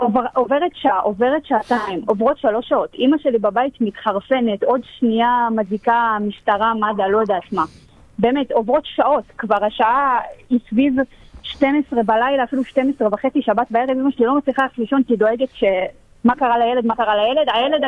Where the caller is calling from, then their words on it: Yavne, Central District, Israel; אנחנו מיבנה